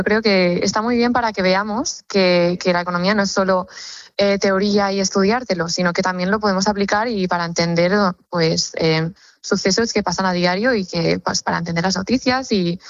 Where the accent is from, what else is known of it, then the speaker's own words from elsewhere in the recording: Tarragona, Catalonia, Spain; Yo soy de Tarragona, del Instituto Antoni Martí Franquès.